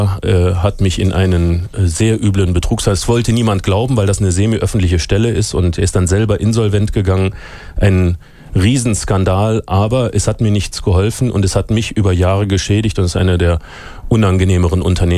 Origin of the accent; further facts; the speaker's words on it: Austria; now in Zurich, Switzerland; Ich bin Österreicher